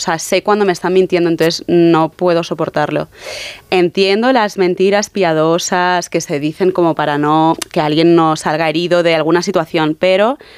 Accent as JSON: {"language": "Spanish", "town": "Barcelona", "region": "Catalonia", "country": "Spain", "said": "yo es que soy de Barcelona"}